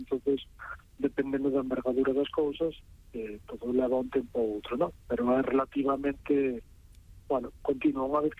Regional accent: Santipián, Galicia, Spain; un dos que fixen aquí na miña terra, en Santipián, na Mariña.

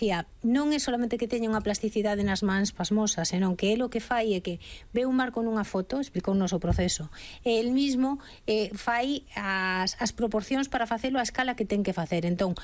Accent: Ourense, Galicia, Spain; non podería repetir porque son de Ourense

